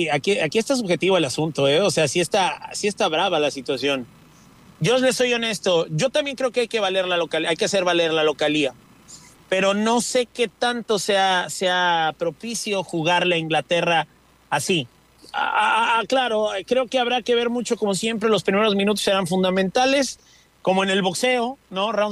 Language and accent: Spanish; Mexico; hay que darle como lo que somos, como mexicanos, afrontarlo como debe de ser, no rajarse